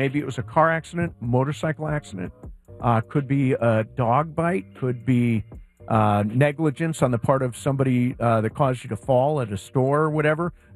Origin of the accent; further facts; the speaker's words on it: United States; Sorry, I'm American.